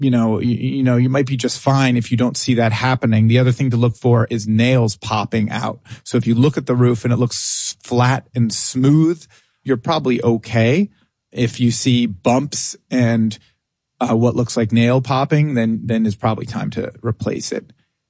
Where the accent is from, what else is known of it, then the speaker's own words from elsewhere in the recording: Atlanta, Georgia, United States; I'm from Atlanta.